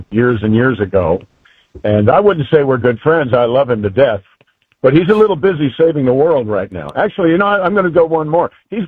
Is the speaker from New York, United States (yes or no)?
yes; New York, United States; And I was 18 from Westchester County, New York